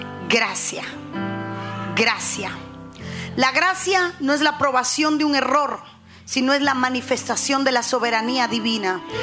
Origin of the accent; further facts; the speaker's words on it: Cuba; moved away; Yo era de Vista Alegre.